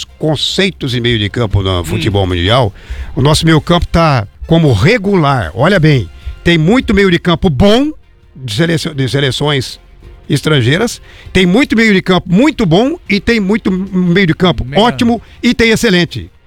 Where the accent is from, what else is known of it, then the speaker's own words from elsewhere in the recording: Brazil; como a gente é brasileiro, né?